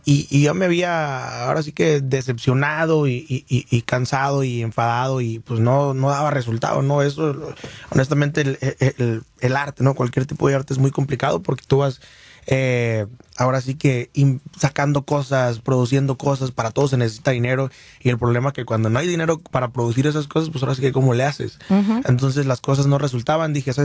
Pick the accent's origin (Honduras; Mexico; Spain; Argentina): Mexico; Michoacán; accent: Michoacán; Así como mi acento michoacano.